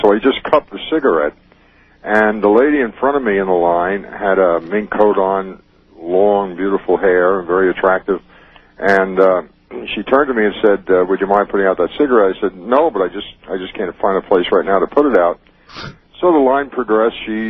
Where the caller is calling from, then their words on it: Myrtle Beach, South Carolina, United States; I'm from Myrtle Beach.